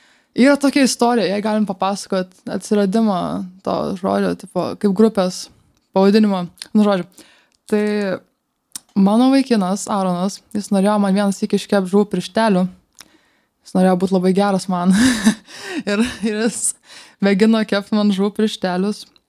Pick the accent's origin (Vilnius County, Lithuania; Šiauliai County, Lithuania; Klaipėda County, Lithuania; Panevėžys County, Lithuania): Klaipėda County, Lithuania; Kretinga; mes esam iš Žemaitijos, iš tikrųjų. Esam iš Kretingos visi.